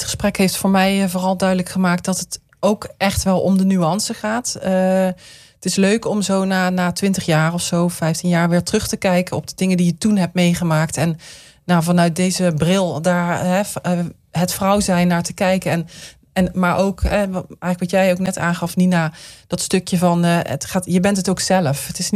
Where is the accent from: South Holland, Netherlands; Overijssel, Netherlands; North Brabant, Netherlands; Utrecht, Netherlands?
South Holland, Netherlands; Rotterdam; Ik kom ook uit Rotterdam, misschien dat ook wat uitmaakt.